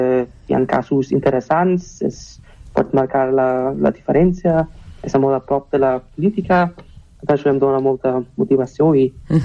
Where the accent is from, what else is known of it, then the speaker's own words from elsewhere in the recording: Erlangen, Bavaria, Germany; Sí, vaig néixer i créixer a Erlangen, una ciutat al sud d'Alemanya, a la regió de Franconia. És molt a prop de Nuremberg, que és la ciutat més coneguda d'aquesta zona.